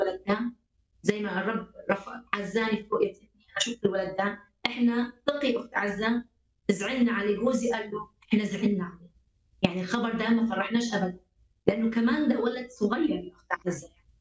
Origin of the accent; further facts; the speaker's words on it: Iraq; وأنا كعراقية المفروض أنا أصلي وأتشفع لبلد